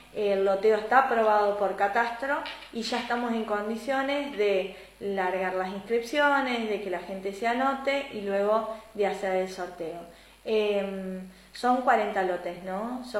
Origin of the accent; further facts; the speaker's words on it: Buchardo, Córdoba, Argentina; moved away; aquellos jóvenes que somos de Buchardo, que nos fuimos para con el sueño de una profesión